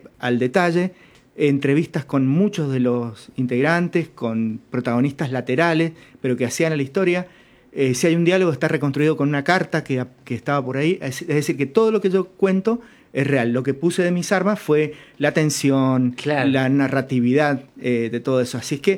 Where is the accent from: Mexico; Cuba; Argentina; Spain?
Argentina; San Martín, Mendoza; Yo soy de San Martín